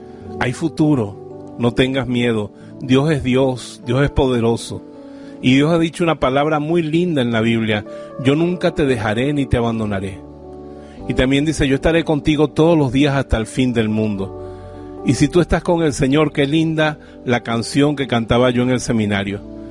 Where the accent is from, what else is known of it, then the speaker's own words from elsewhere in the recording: Bejuma, Carabobo, Venezuela; born there; En mi pueblo, en Bejuma